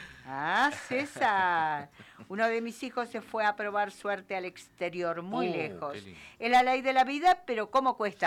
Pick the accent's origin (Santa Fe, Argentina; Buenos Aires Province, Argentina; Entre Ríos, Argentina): Entre Ríos, Argentina; now in Río Gallegos, Argentina; Cuando yo vine de Entre Ríos acá a Río Gallegos era por carta la comunicación.